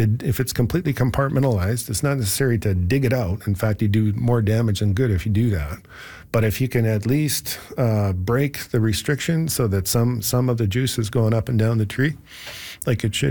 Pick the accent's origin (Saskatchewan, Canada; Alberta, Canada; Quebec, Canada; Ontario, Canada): Alberta, Canada; Bowness; First of all, shout out to Bowness, my old stomping grounds. I grew up in Bowness, went to Bowness High.